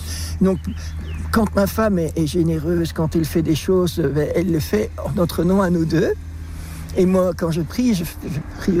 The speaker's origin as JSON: {"language": "French", "country": "Belgium", "said": "On est resté en Belgique, puisque je suis belge."}